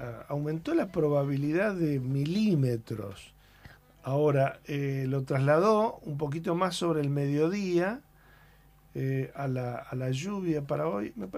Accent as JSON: {"language": "Spanish", "town": "Sauce Pinto", "region": "Entre Ríos", "country": "Argentina", "said": "este domingo es la fiesta patronal en mi pueblo, en Sauce Pinto."}